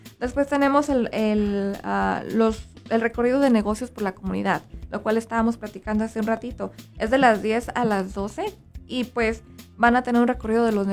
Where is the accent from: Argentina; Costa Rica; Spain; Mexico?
Mexico; moved away; mi infancia en México